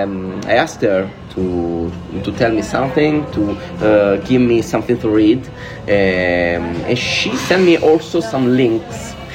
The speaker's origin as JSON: {"language": "English", "town": "Salerno", "region": "Campania", "country": "Italy", "second_language": "English", "said": "I'm from Salerno."}